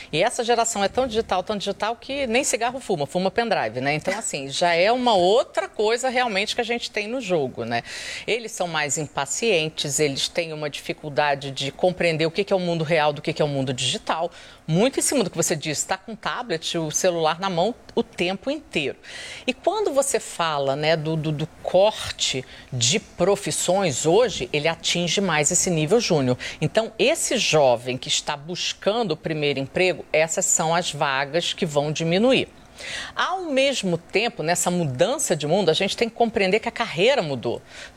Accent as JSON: {"language": "Portuguese", "region": "Rio de Janeiro", "country": "Brazil", "said": "Eu sou do Rio"}